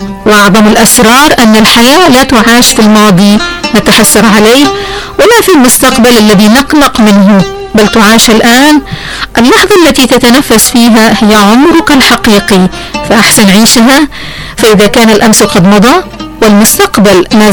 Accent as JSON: {"language": "Arabic", "region": "Hadramaut", "country": "Yemen", "accent": "Hadrami", "said": "لهجتنا الحضرمية"}